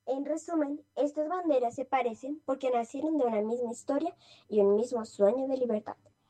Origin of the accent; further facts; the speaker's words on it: Bogotá, Colombia; tengo 2 años y soy de Bogotá, Colombia.